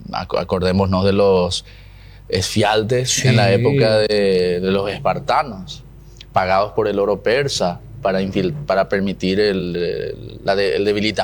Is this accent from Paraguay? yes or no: yes; Paraguay; nosotros como paraguayos estamos a favor de la cooperación entre los estados